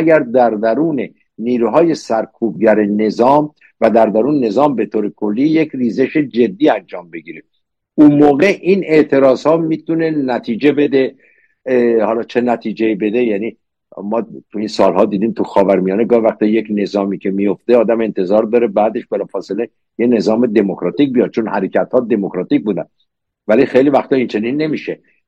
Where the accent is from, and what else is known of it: Iran; moved away